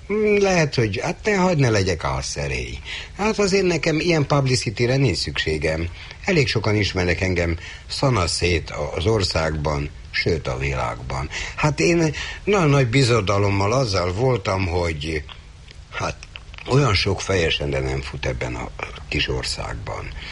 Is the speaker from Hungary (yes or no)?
yes; Budapest, Hungary; nem csak azért, mert a Józsefvárosból jöttem